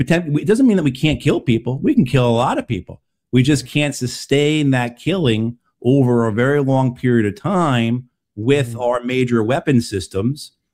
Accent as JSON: {"language": "English", "region": "New Jersey", "country": "United States", "said": "I'm from New Jersey."}